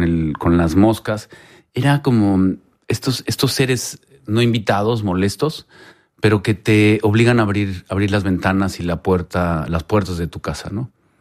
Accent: Mexico; Yo realmente crecí viendo telenovelas en México

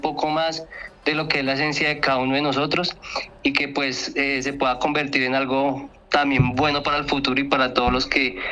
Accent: Bogotá, Colombia; en mi barrio, que yo soy pues de Bogotá, en el barrio Kennedy, había mucho comercio de música.

